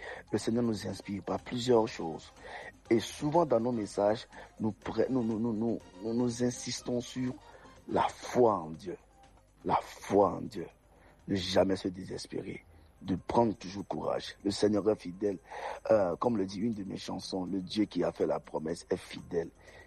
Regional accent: Togo; Je suis chanteur et auteur-compositeur de la musique gospel au Togo. Je suis togolais, bien sûr.

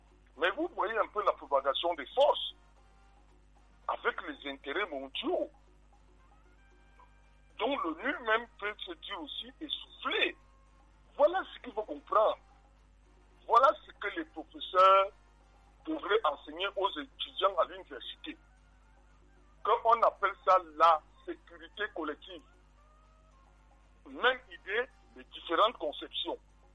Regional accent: Yaoundé, Centre, Cameroon

